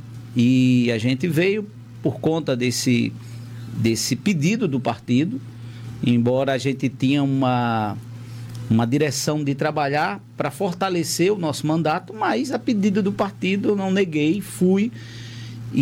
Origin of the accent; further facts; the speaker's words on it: Paraíba, Brazil; moved away; Mas sou pastor há 31 anos, vim da Paraíba faz 14 anos, já recebi o título de cidadão maceoense, o título de cidadão alagoano, o título de cidadão deodorense.